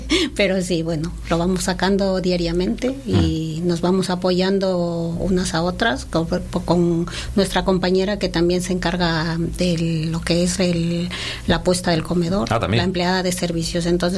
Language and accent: Spanish; Ecuador; now in Spain; Yo soy de Ecuador.